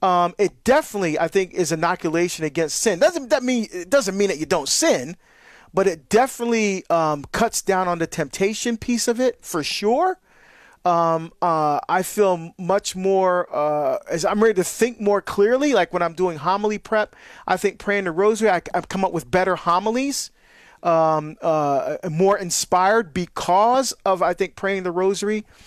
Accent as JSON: {"language": "English", "town": "Hillside", "region": "New Jersey", "country": "United States", "tie": "born or raised there", "also_born_or_lived": "Barbados", "moved": "yes", "lives_now": "Portland, United States", "said": "I grew up in Christ the King in Hillside, New Jersey."}